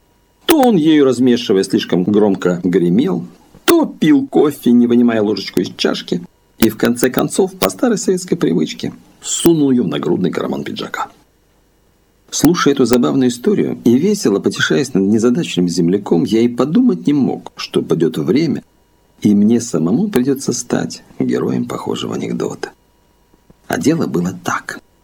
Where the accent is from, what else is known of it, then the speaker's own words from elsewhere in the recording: Russia; У меня что, на лице написано, что я из России?